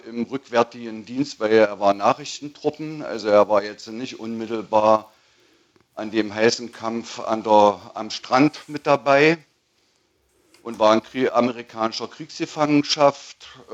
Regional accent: Germany; ich bin in der DDR groß geworden

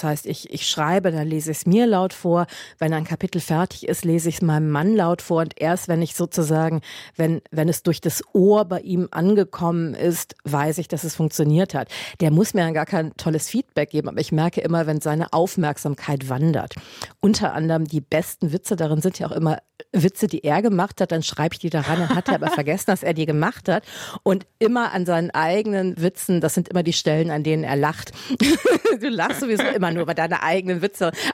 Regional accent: Germany

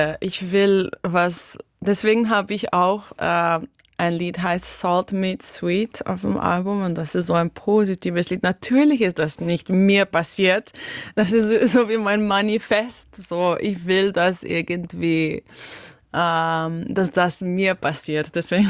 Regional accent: Slovenia; first language Slovenian; German is a second language; Ich finde, dass ich sogar mich besser ausdrücken kann auf Englisch als auf meine Muttersprache Slowenisch, weil ich bin schon so lange hier und ich habe so keine slowenische Community hier.

